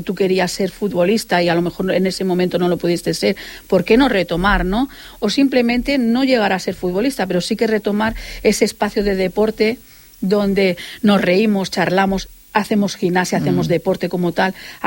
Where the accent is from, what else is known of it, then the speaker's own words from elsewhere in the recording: Barcelona, Catalonia, Spain; Yo he nacido en el barrio, Mónica. He nacido, yo creo que... Bueno, nací en el Valle Brón, pero soy del barrio de toda la vida, además. Amo el barrio como tal. No me he querido mover